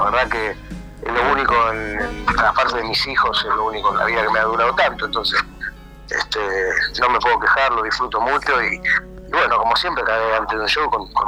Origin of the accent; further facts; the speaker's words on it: Rosario, Santa Fe, Argentina; somos todos gente de acá, todos gente que influenciados por nuestro vivir, por nuestro entorno, por las cosas que nos pasan, por la falta de heces y las sobrantes de alegrías, y somos rosarinos.